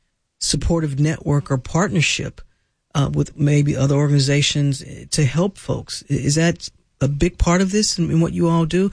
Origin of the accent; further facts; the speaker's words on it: St. Louis, Missouri, United States; I'm from St. Louis, right across the bridge.